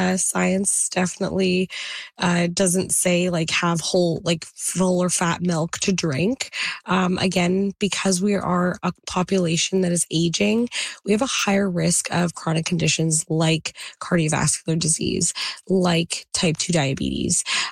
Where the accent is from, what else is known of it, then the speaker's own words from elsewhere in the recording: India; I'll say India just because I'm Indian